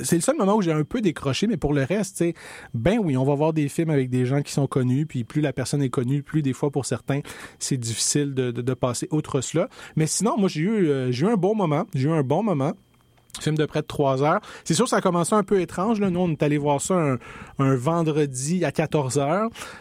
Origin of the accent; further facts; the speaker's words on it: Laval, Quebec, Canada; Puis je dis, ah non, mais c'est parce que je viens de Laval.